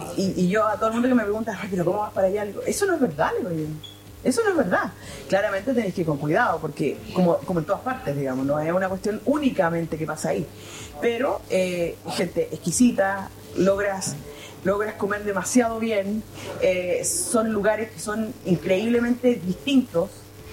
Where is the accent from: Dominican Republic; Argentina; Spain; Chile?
Chile; Tomé, Biobío; yo, que soy de Tomé, estoy al norte del Biobío